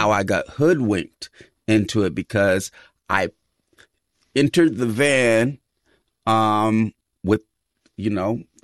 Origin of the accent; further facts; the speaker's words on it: California, United States; obviously I come from the Bay Area, so I'm going to, you know, shoot shots on that behalf.